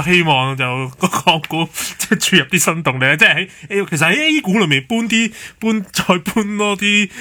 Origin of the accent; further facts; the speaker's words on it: Hong Kong; 我哋香港人